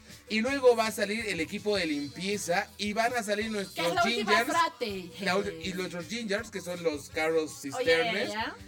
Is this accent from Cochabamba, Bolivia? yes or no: no; Sucre, Chuquisaca, Bolivia; con cariño, yo soy de Sucre